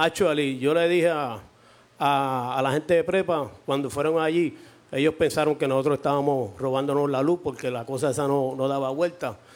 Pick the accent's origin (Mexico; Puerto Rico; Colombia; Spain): Puerto Rico; Yo soy boricua